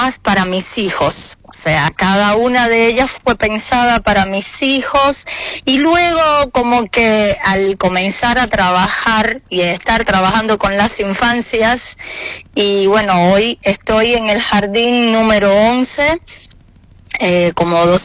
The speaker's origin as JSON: {"language": "Spanish", "country": "Cuba", "tie": "born there", "said": "Yo nací en Cuba y bueno, egresé de mis estudios en el ISA de piano"}